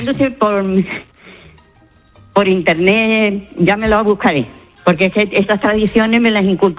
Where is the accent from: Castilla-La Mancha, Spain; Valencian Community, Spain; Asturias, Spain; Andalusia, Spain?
Andalusia, Spain; La Línea de la Concepción; Yo soy de España, soy andaluza, soy linense.